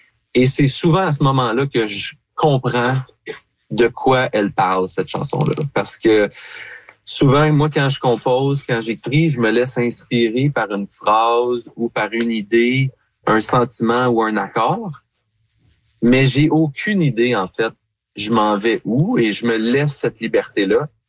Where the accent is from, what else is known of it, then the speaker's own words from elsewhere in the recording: Gatineau, Quebec, Canada; also born or lived in Ottawa; Moi, je suis né à Ottawa. Mon père vient de Sudbury, grande famille franco-ontarienne. Okay. Ma mère vient de la rive sud de Montréal, donc famille francophone. Mais pour ma part, d'avoir grandi à Gatineau, d'être issu d'une famille franco-ontarienne.